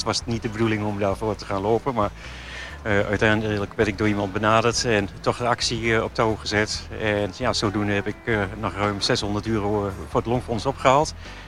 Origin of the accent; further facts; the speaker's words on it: 's-Hertogenbosch, North Brabant, Netherlands; ik kom uit Den Bosch.